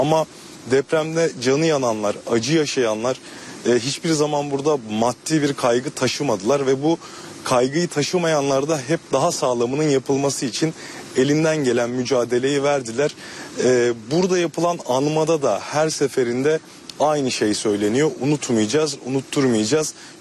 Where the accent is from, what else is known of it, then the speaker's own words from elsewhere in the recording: Gölcük, Kocaeli, Turkey; biz Gölcüklüler olarak deprem gerçeğini unutmuyoruz.